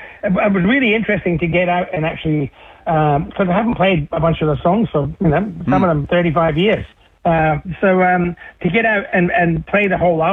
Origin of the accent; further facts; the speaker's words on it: Adelaide, South Australia, Australia; my hometown of Adelaide